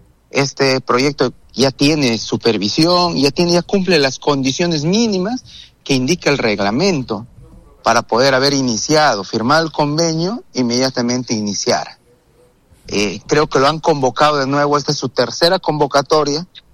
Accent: San Martín, Peru; Yo soy de San Martín, entonces a mí no me gustaría que a mi región le vaya mal.

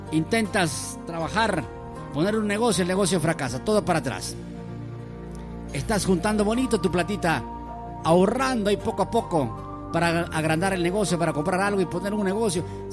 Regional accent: Huacho, Lima, Peru; now in Lima, Peru; Yo soy de la ciudad de Huacho. Yo soy de la ciudad de Huacho. De Huacho, la tierra de curanderos, brujos, hechiceros, tierra de alzadores, tierra de maestros de alta magia, Huacho. Yo tengo mi santuario en Lima más de 20 años.

